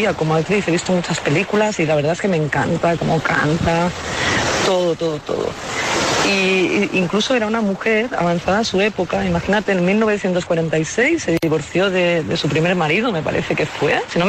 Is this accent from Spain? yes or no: yes; Sitges, Catalonia, Spain